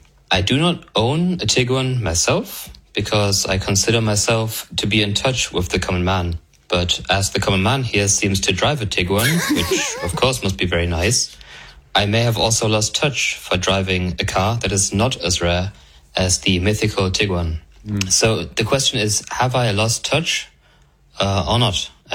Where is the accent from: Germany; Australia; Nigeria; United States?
Germany; from Germany, which is the country with the highest TPC